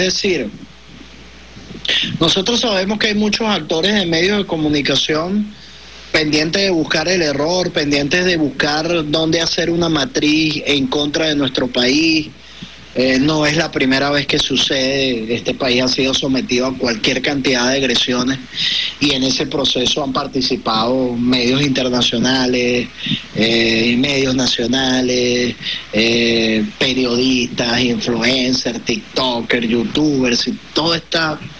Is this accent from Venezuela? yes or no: yes; Venezuela; los venezolanos y venezolanas